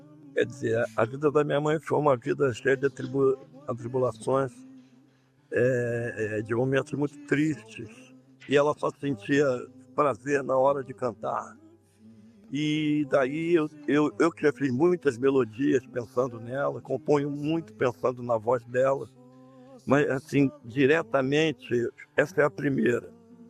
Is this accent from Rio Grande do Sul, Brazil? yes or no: no; Rio de Janeiro, Brazil; porque eu nasci em Madureira, fui criado lá em cima no subúrbio, vaguei por muitos bairros ali, andei pela Sulacap, Malé, Oswaldo Cruz, Praça Seca, Taquara, Freguesia.